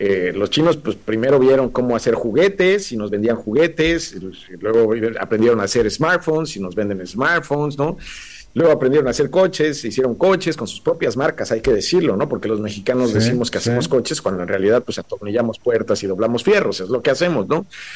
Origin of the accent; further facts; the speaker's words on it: Mexico; Y lo que aprendí, entre otras cosas, es que la verdad no hemos aprendido mucho, Enrique, como mexicanos.